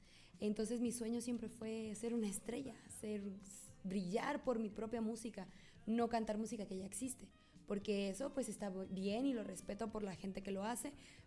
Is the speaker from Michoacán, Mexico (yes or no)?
yes; La Piedad, Michoacán, Mexico; moved away as an adult; also born or lived in Chicago, Illinois, United States; now in California, United States; nací en Chicago, Illinois. Me crié en La Piedad, Michoacán, desde los 5 años hasta hace 8 años que me fui a California